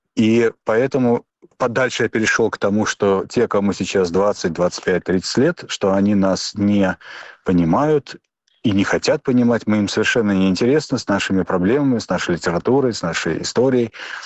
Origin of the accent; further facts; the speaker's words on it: Russia; moved away; Я сделал акцент на том, что я уехал из России 30 лет назад. То есть это был мой акцент. И еще сказал, что я считаю себя замороженным, застывшим в том 1996 году, когда я уехал.